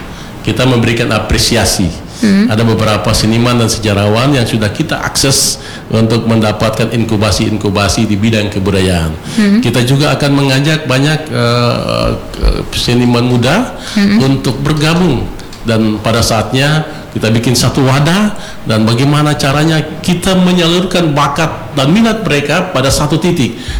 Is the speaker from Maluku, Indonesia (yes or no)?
yes; Maluku, Indonesia; leluhur kita orang Ke